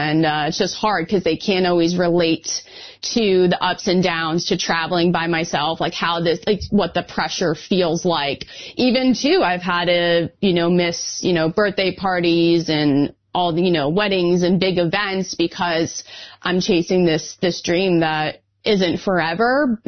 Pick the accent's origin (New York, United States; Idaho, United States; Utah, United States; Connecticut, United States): New York, United States; I'm from New York, so US Open is a special place to me, just in my backyard.